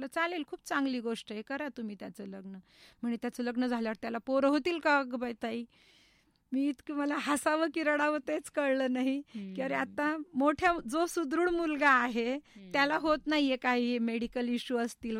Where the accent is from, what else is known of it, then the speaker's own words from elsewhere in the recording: Aurangabad, Maharashtra, India; now in Ahmednagar, India; औरंगाबादला असायचे, म्हणजे माझ्या माहेरी